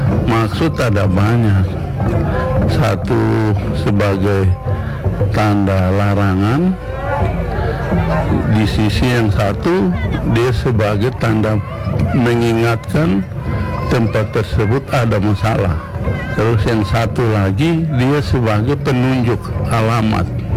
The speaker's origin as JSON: {"language": "Indonesian", "region": "South Papua", "country": "Indonesia", "said": "Kita orang Marin menghargai budaya yang satu"}